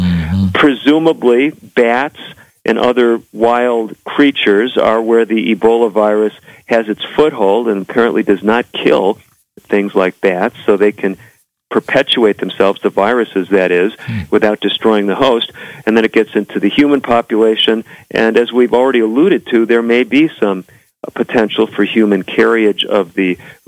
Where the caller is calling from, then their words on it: Albuquerque, New Mexico, United States; I'm speaking from Albuquerque, New Mexico.